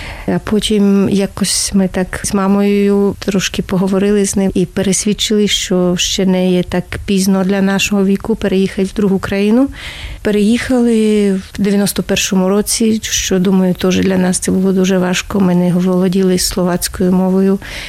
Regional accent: Rivne, Rivne Oblast, Ukraine; born there; Народилася на Україні, в місті Рівному.

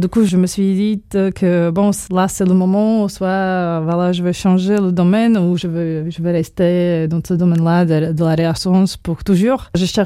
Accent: Bratislava, Bratislava Region, Slovakia; French is a second language; Donc, chez nous à Bratislava, c'est le lycée Metodova.

